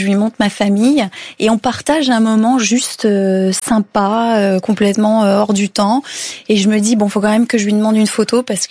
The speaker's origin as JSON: {"language": "French", "country": "France", "lives_now": "United States", "said": "Il me pose plein de questions, il voit que je suis française, ça fait combien de temps que vous êtes là, ainsi de suite."}